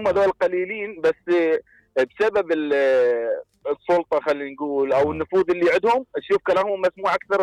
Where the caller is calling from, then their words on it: Baghdad, Baghdad Governorate, Iraq; من بغداد.